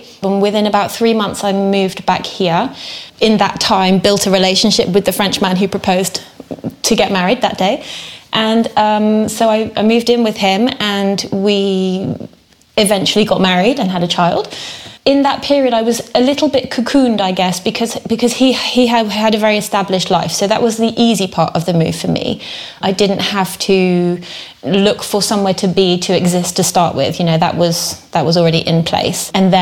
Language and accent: English; United Kingdom; moved away as an adult; also born or lived in London; now in France; as a Brit